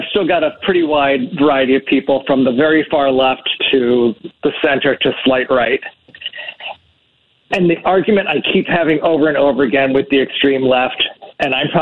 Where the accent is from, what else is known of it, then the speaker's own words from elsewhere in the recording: East Coast, United States; now in Chicago, United States; 60-year-old white gay man, voted Democrat virtually his whole life, grew up in the East Coast, recovered Catholic